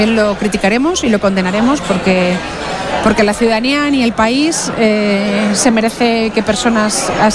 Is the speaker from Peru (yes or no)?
no; Castilla-La Mancha, Spain; Somos lo que somos, somos gente con las cosas claras porque somos castellano-manchegos y vivimos Castilla-La Mancha.